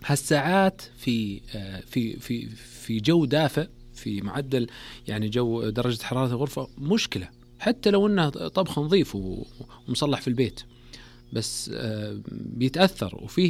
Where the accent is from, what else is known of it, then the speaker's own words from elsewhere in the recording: Saudi Arabia; عندنا في السعودية